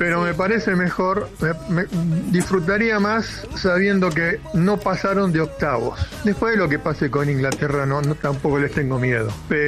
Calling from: La Plata, Buenos Aires Province, Argentina; de La Plata.

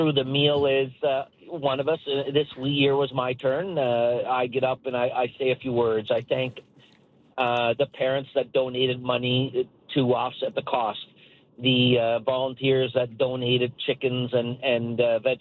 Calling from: Summerside, Prince Edward Island, Canada; I hail from Summerside, Prince Edward Island.

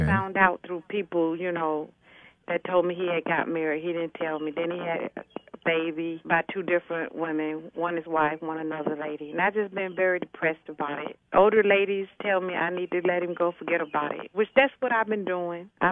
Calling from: Phenix City, Alabama, United States; I'm calling from Phoenix City, Alabama, in the suburbs of Ladonia.

